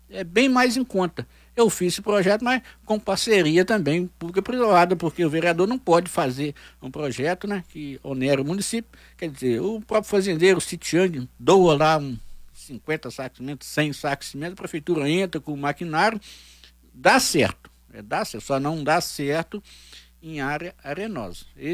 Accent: Minas Gerais, Brazil; born there; Silveira Cavada, onde eu nasci

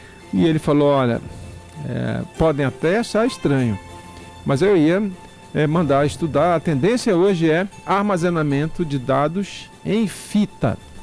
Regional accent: Serra do Navio, Amapá, Brazil; moved away; daqui a pouquinho vamos fazer conexão com a minha cidade natal. Vamos até Serra do Navio.

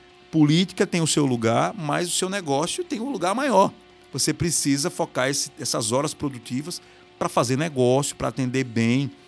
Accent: Brazil; eu também sou brasileiro

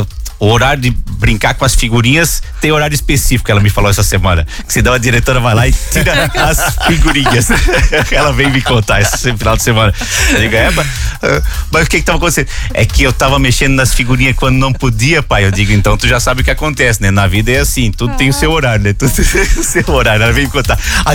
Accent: Leoberto Leal, Santa Catarina, Brazil; eu tenho 35 anos, sou lá de Leoberto Leal

